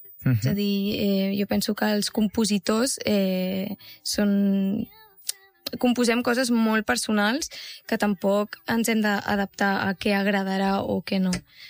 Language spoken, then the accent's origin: Catalan; Catalonia, Spain; sort que tenim la gent del Maresme de viure en un poble. Estic molt agraïda i per això havia de fer una cançó del meu poble.